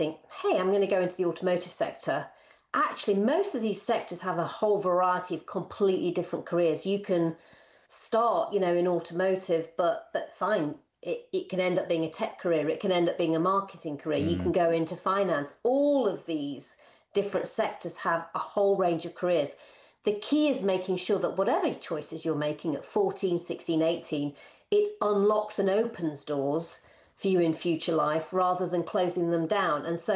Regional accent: Rotherham, Yorkshire and the Humber, United Kingdom; I always said I never met a lawyer growing up in Rotherham.

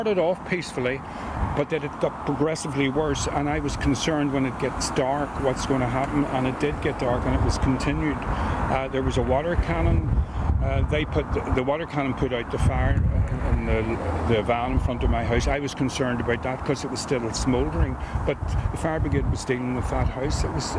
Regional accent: Belfast, Northern Ireland, United Kingdom; Yes, I was brought up in the Troubles, yeah. Thought that was all past us now. But, you know, Belfast is a lovely place, you know.

